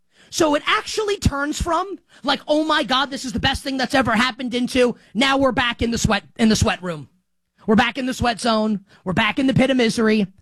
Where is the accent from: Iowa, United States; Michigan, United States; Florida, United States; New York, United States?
New York, United States; I'm a Knicks fan, and I'm a New Yorker.